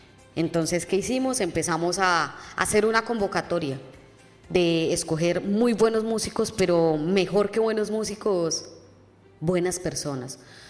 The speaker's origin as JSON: {"language": "Spanish", "region": "Boyacá", "country": "Colombia", "said": "no dejo a un lado mis raíces, porque como dice, soy boyacense y mi ruana por delante"}